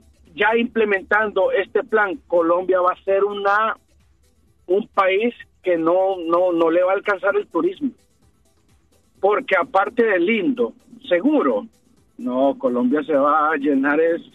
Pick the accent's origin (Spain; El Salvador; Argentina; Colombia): El Salvador; Yo soy salvadoreño.